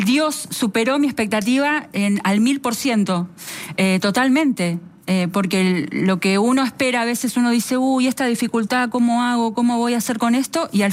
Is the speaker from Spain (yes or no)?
no; Argentina; somos tres argentinas y una alemana.